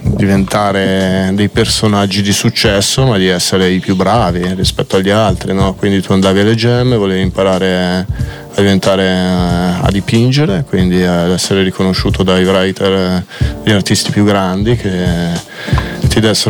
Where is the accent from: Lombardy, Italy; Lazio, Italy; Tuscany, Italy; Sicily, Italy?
Lombardy, Italy; Opera; now in Milan, Italy; potrei dirti nella periferia, nella provincia, un po'. Io alla fine sono cresciuto, abitavo a Noverasco, Opera, non so se è presente, a Milano, sì, Sud